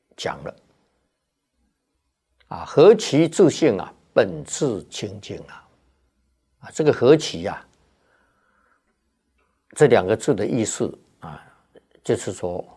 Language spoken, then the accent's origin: Chinese; China; 依照我们中国人算这个虚岁啊，他是八十岁。